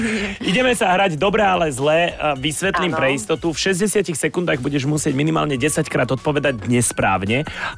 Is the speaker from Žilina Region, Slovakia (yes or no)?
yes; Martin, Žilina Region, Slovakia